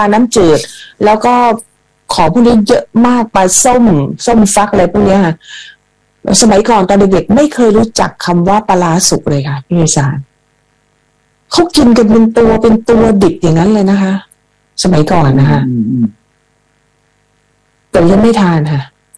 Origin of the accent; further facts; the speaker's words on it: Lopburi, Thailand; คือที่โตมาที่ลพบุรี